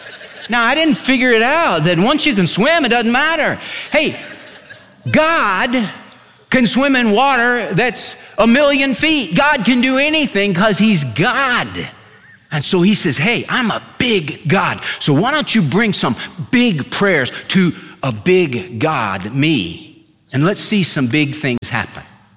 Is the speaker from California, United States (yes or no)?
yes; California, United States; When I was a little kid, we had a pool in my backyard growing up in California. I was the fifth of six kids